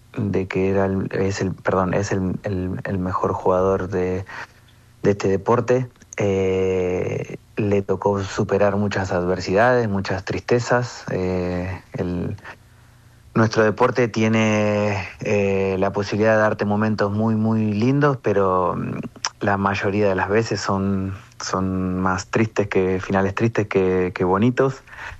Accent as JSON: {"language": "Spanish", "country": "Argentina", "moved": "as an adult", "lives_now": "Brazil", "said": "somos cuatro argentinos que vamos a estar seguramente ahí"}